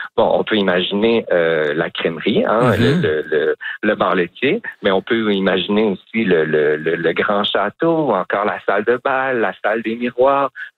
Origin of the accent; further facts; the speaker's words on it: Quebec, Canada; Puis comme je viens de la Gaspésie, ici, de la baie des Chaleurs